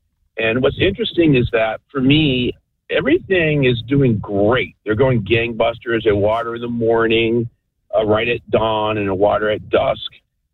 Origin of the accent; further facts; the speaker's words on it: Michigan, United States; now in Oxford, United States; So I live up in Oxford. I'm originally from Michigan, and I'm not used to all of this hot weather that's been going on for the last 2 months.